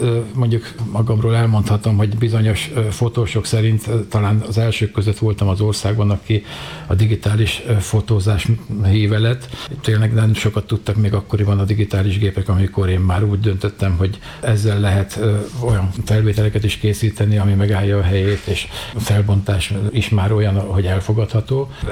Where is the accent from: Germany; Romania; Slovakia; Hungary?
Hungary; Pilisszentkereszt, Pest; born there; Az én gyökereim pedig a Pilisben vannak, tehát hogy a Piliszentkereszti születésű vagyok